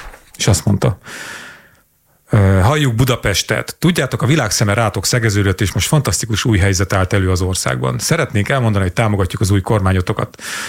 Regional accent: Hungary; mert magyarok vagyunk

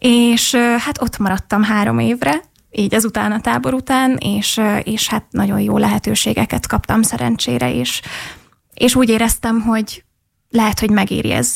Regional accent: Vonyarcvashegy, Zala, Hungary; én vonyarcvashegyi származású vagyok.

